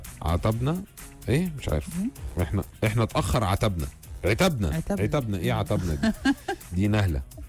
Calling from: Cairo, Cairo Governorate, Egypt; نهلا مساء الفل، انا من القاهرة بحبكم جدا، بسمعكم كل يوم

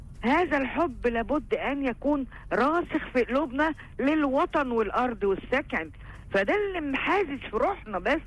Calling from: Egypt

